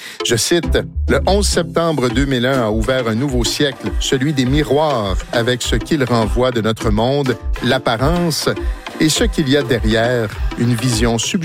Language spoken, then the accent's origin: French; Canada; On avait peur, en fait, que ça se répète un peu partout, notamment chez nous, au Canada.